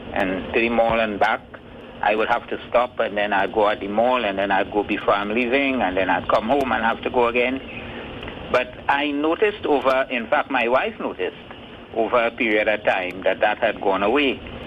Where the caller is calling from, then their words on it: Trinidad & Tobago; I'm calling from Turbasa Trace in Pinal.